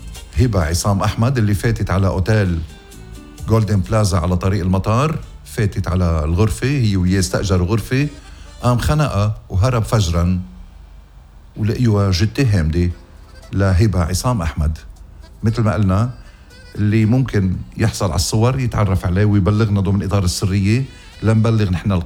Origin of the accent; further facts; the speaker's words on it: Ghazir, Keserwan-Jbeil, Lebanon; مثل ما أنا بفتخر بغزير ضيعتي الحلوة اللي رح ندفن فيها وبكنيستها الأرثوذكسية.